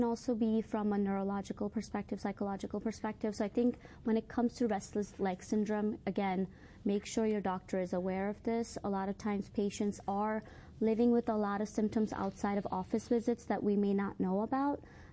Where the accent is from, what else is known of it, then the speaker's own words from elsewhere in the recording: India; Yeah, so I grew up in India, and my grandma was a huge part of my life, and I saw how much she did to take care of herself every single day.